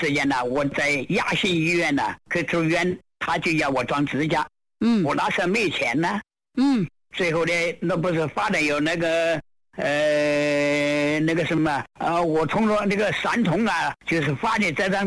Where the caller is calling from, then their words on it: Songzi, Hubei, China; 我松滋新建口城区的。